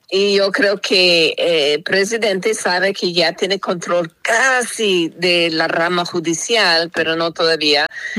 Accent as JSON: {"language": "Spanish", "town": "San Diego", "region": "California", "country": "United States", "lives_now": "Los Angeles, United States", "said": "yo vengo de San Diego, nací en San Diego y luego estoy viviendo aquí en Los Ángeles."}